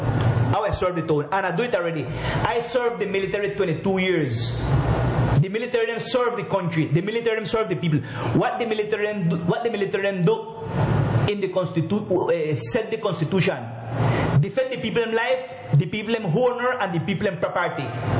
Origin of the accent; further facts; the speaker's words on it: Providencia, San Andrés and Providencia, Colombia; say I am from Providence. My dwelling is Providence. And I got a house there in the mainland city, Colombia.